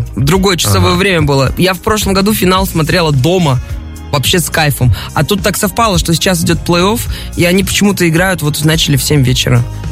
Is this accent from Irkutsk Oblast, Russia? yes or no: no; Yaroslavl, Yaroslavl Oblast, Russia; Я из Ярославля, конечно, топлю за хоккей.